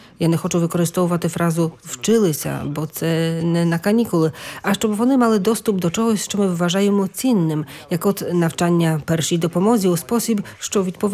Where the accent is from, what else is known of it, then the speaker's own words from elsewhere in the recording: Poland; ми, поляки